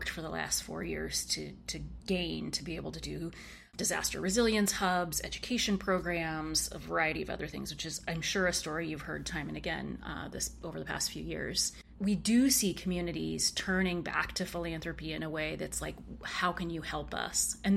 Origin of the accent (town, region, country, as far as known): Oregon, United States; born or raised there